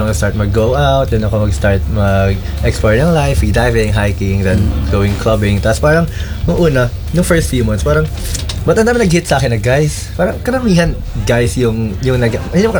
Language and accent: Tagalog; Mindanao, Philippines; also born or lived in Iloilo / Antique; now in Cavite, Philippines; Lumaki ako sa Mindanao. Tapos tumira din ako sa Iloilo, tumira din akong Antique. Uh-huh. Pero I now live in Cavite, so medyo halo-halo yung Bisaya ako.